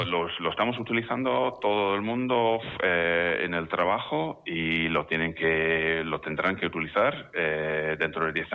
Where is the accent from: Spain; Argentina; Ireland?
Ireland; Spanish is a second language; Yo, por ejemplo, yo a veces soy extranjero, yo soy de Irlanda